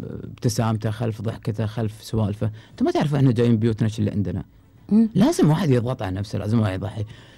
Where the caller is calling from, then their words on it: Qatar; عندنا في قطر